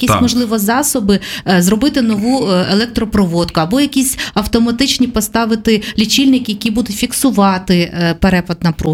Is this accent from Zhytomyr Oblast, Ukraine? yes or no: yes; Zhytomyr Oblast, Ukraine; це навіть трапилося в моєму рідному селі.